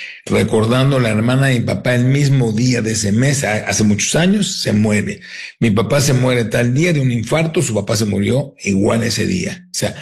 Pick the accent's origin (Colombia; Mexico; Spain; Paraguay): Mexico; Tijuana, Baja California; also born or lived in San Diego; Tijuana, San Diego, siempre viví de chico, ¿no?